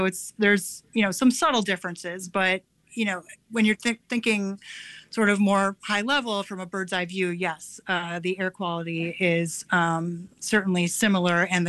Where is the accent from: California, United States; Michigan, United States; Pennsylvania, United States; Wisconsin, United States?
Wisconsin, United States; Milwaukee; I'm from Milwaukee myself, so very nice to have the opportunity to talk to a fellow Wisconsinite.